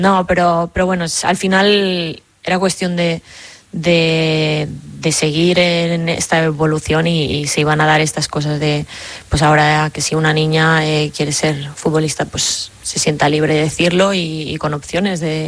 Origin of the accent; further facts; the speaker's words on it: Mollet del Vallès, Catalonia, Spain; Me hicieron una en la radio de Mollet, de mi pueblo, cuando empezaba justamente a jugar en el Sabadell.